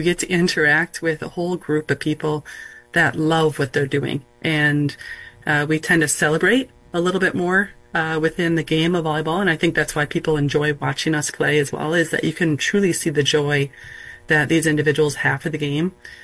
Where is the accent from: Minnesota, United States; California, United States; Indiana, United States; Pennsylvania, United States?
Minnesota, United States; And you know, I'm a Midwest girl. I'm from Minnesota.